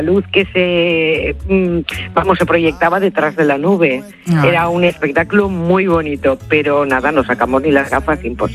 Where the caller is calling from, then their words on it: Gandia, Valencian Community, Spain; yo vivo en Gandía